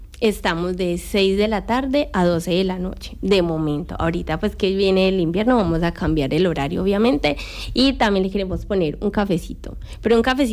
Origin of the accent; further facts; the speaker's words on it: Medellín, Antioquia, Colombia; now in Spain; Soy de Medellín.